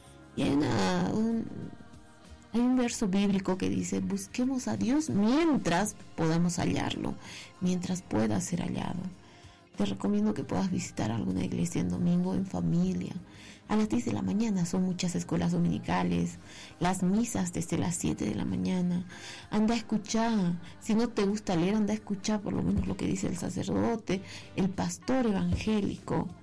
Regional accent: Bolivia; muchos de los míos han atravesado, míos, digo bolivianos

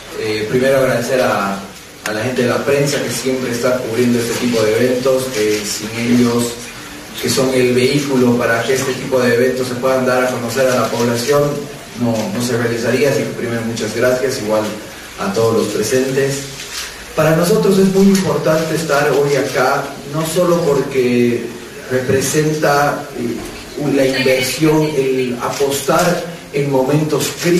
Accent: Bolivia; Es importante que nosotros como bolivianos nos podamos sentir orgullosos de nuestra música

